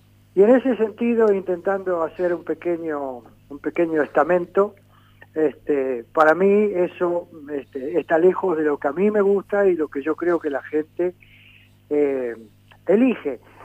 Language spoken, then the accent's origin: Spanish; Buenos Aires, Argentina; also born or lived in Córdoba, Argentina; Nací en Córdoba capital, como toda mi familia somos de ahí. De chiquito vine a Buenos Aires, donde pasé toda mi vida